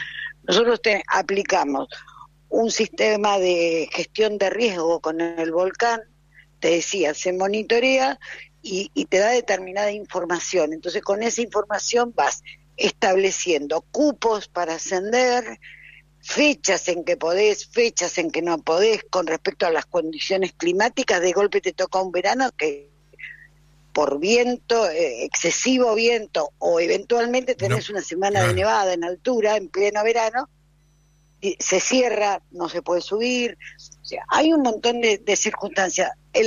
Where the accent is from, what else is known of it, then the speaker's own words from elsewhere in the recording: San Martín de los Andes, Neuquén, Argentina; born there; Yo soy nacida en San Martín hace muchos años.